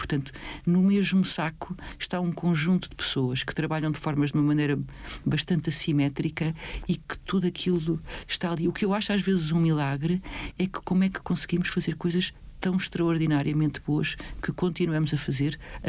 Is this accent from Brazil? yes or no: no; Lisbon, Portugal; moved away as an adult; now in Sesimbra, Portugal; eu fui nascida e criada em Lisboa, mesmo no centro, na zona do Rato, do Largo do Rato.